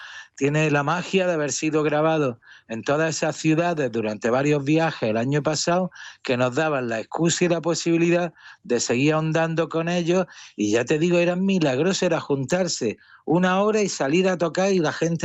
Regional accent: Granada, Andalusia, Spain

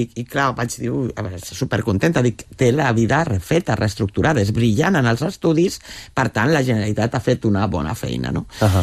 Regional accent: L'Hospitalet de Llobregat, Catalonia, Spain; perquè jo també sóc d'Hospitalet, també del bar de Can Vidalet, vull dir, m'he criat amb... diguéssim que la meva família també és humil

